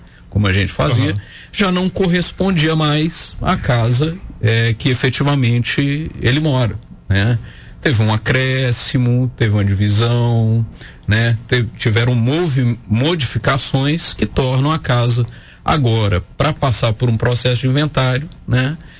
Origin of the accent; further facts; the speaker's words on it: Coronel Fabriciano, Minas Gerais, Brazil; Sou formado aqui, fiz especialização fora, mas sou daqui de Fabriciano.